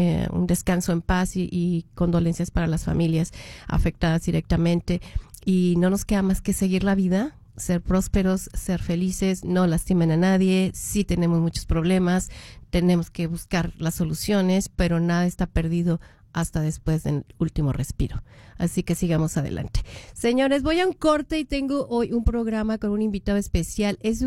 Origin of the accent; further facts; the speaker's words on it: Mexico; now in United States; a la gente que sí somos orgullosamente mexicanos, y que estamos en Estados Unidos, pues sí celebramos nuestra independencia.